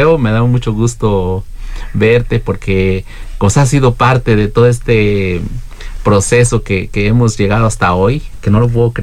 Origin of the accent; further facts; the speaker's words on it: San Felipe, Guanajuato, Mexico; born there; soy de San Felipe.